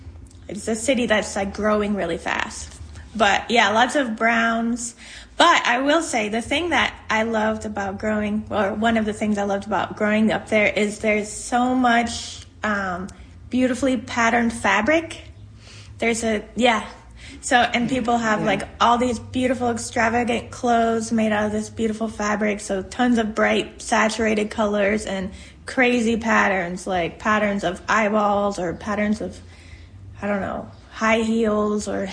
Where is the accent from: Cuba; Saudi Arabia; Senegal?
Senegal; moved away as an adult; also born or lived in Seattle / Alabama; now in Birmingham, Alabama, United States; I'm an oil painter. I grew up in Senegal in West Africa, and I moved to the States when I was 18 to go to art school in Seattle.